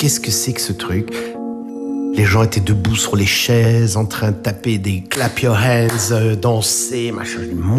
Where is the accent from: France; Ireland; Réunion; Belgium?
Belgium; Brussels, Brussels-Capital Region; je suis bruxellois.